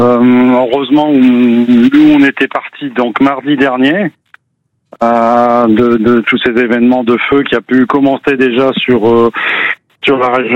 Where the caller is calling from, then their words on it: Parentis-en-Born, Nouvelle-Aquitaine, France; Nous, on est de Parentistre.